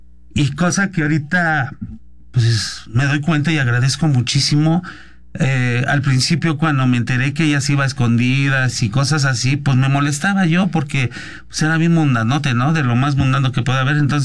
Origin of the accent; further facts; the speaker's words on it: Ixtapaluca, State of Mexico, Mexico; born there; yo nací en CCA Iztapaluca.